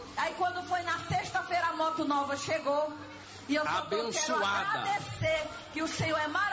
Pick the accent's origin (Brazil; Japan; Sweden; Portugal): Brazil; Cachoeiras de Macacu, Rio de Janeiro; Eu venho lá de Cachoeira de Macacu para fazer essa campanha.